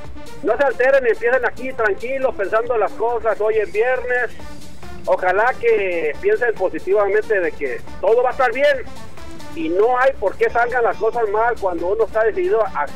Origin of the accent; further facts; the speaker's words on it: Jalisco, Mexico; con puro sentimiento mexicano y arriba Jalisco, que esa es mi tierra.